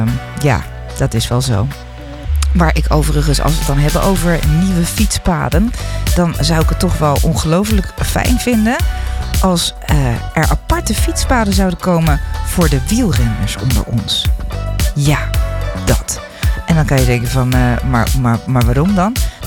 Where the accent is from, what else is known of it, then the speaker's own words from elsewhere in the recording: Netherlands; als Nederlander